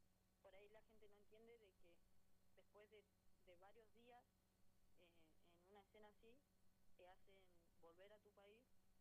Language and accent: Spanish; Plaza Huincul, Neuquén, Argentina; volver acá, digamos a Neuquén, porque yo soy de acá, de Plaza Búnculo de Neuquén.